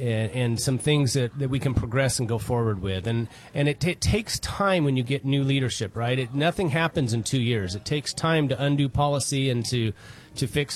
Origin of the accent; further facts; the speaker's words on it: Madera, California, United States; I grew up in Madera on the family ranch.